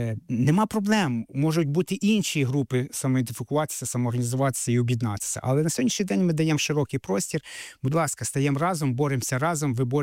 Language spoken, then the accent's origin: Ukrainian; Crimea, Ukraine; України, корінна кримська татарка.